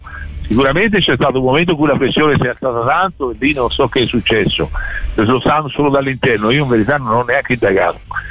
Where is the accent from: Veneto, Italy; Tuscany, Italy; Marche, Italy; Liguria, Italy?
Tuscany, Italy; perché tutti contro tutti, va, siamo toscani